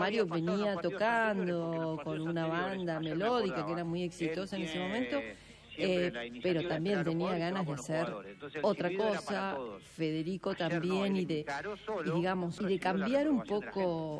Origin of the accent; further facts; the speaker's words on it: La Plata, Buenos Aires Province, Argentina; Claro, claro, yo en realidad soy platense.